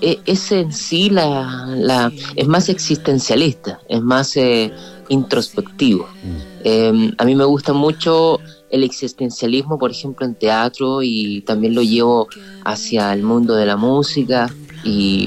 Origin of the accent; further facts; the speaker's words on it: Santiago, Santiago Metropolitan Region, Chile; moved away as an adult; also born or lived in Buenos Aires; now in Berlin, Germany; Yo soy de Santiago, sí. Nací y me crié en una comuna de Santiago que se llama Renca.